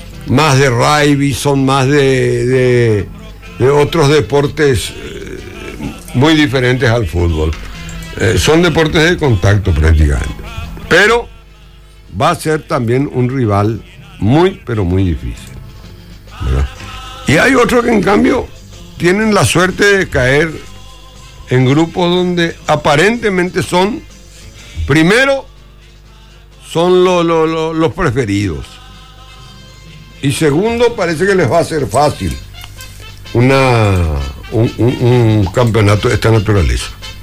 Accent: Paraguay

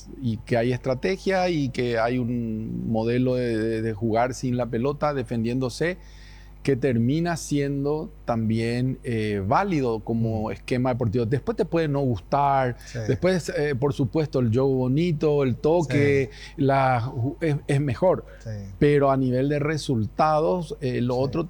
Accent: Paraguay; cómo somos los paraguayos

